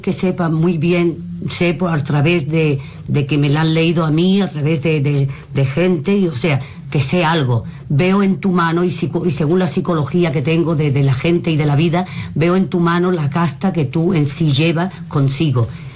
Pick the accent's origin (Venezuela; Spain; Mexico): Spain; Andalusia; porque yo soy del sur, yo soy, sí, andaluza